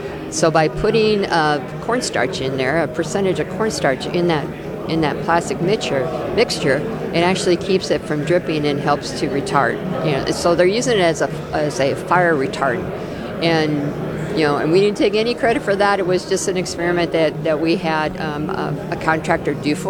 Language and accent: English; Iowa, United States; I'm from Iowa